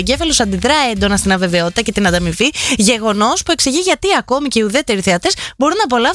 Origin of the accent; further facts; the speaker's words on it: Attica, Greece; Εγώ μεγάλωσα δίπλα στο Καρεσκά και δεν είμαι Ολυμπιακός.